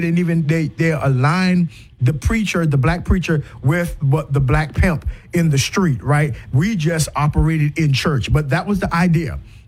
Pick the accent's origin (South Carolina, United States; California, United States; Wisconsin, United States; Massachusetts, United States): South Carolina, United States; I grew up in South Carolina, and there was, you know, a mixture, right? There was, you know, what we call the Geechee or the Gullah black man.